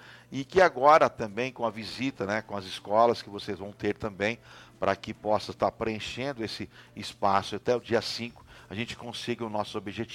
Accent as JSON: {"language": "Portuguese", "region": "São Paulo", "country": "Brazil", "tie": "born or raised there", "moved": "yes", "lives_now": "Barra do Garças, Brazil", "said": "no interior de São Paulo, onde eu fui criado, onde fui formado, não tem universidade."}